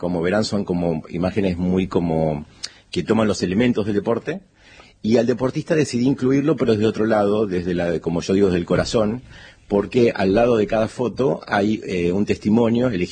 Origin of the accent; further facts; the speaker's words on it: Buenos Aires, Argentina; Sí, yo viví en muchos barrios de Buenos Aires, soy bastante porteño, soy muy porteño